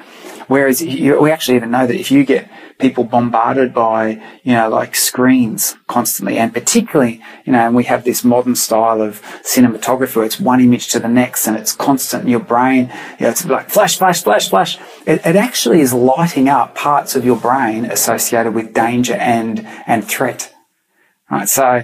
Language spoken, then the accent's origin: English; Australia; I'm an Aussie